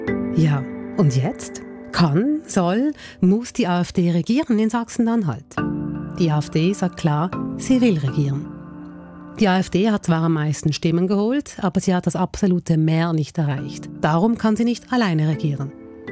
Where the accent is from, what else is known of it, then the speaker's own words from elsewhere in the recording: Switzerland; Ich meine, bei uns in der Schweiz geht bei eidgenössischen Wahlen meist mehr als die Hälfte gar nicht wählen.